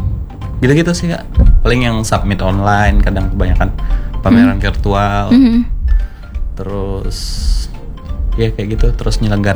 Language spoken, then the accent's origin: Indonesian; West Kalimantan, Indonesia; cerita atau tuturan dari daerahku tentang sejarah padi turun ke bumi dalam versi Dayak Kenayan